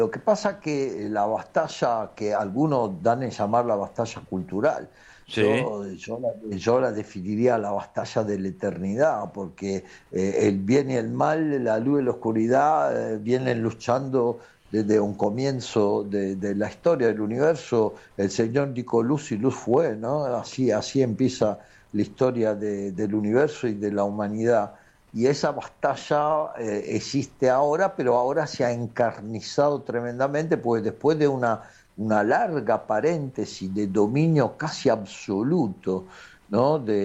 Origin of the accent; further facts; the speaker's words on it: Italy; now in Argentina; Yo lo digo como italiano, ¿no?, que vive desde el 83 acá en Argentina, si bien en diferentes periodos he ido y vuelto, y siempre vuelvo